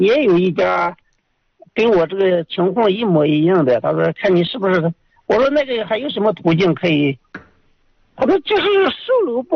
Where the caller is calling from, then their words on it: Yuncheng, Shanxi, China; 我打山西运城的。